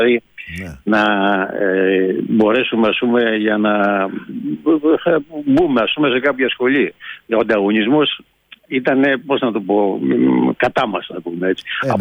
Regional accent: Panagia, Greece; now in Sweden; να έρχομαι περισσότερο από μια φορά τον χρόνο στην Παναγία, στο χωριό μου δηλαδή.

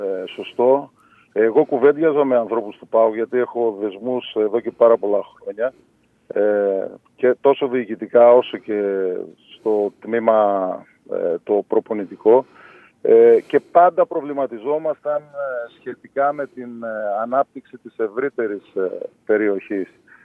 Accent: Agrinio, Western Greece, Greece; moved away; μετά από πολλά χρόνια απουσίας από την ευρύτερη περιοχή, όχι μόνο από τα Αγρίνιο, επέστρεψα το τελευταίο διάστημα, μετά από μια πορεία, εν πάση περιπτώσει, τόσο στην Ελλάδα όσο και στο εξωτερικό.

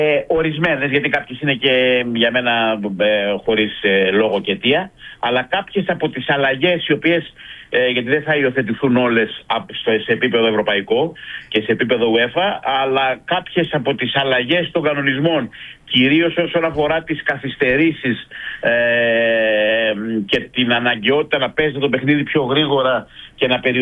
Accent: Greece; εμείς σαν Έλληνες μπορούμε να μείνουμε σε φάση-φάση σε όλα τα παιχνίδια

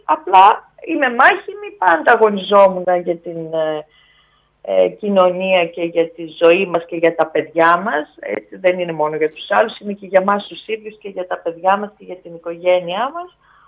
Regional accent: Serres, Central Macedonia, Greece; Γεια σας στην πατρίδα μου.

